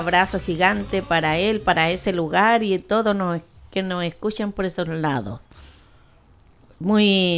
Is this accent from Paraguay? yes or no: no; Puerto Cisne, Aysén, Chile; Nos criamos juntas en Puerto Cisne, en la Anita Matamala.